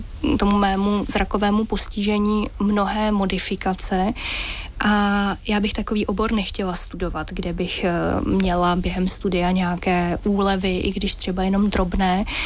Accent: Mělník, Central Bohemian Region, Czechia; když jsem jezdila mezi Mělníkem a Prahou a Mělníkem, protože já jsem z Mělníka

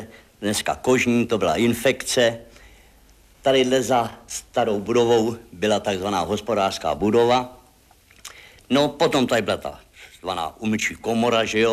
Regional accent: Komářice, South Bohemian Region, Czechia; Já jsem z Komářic

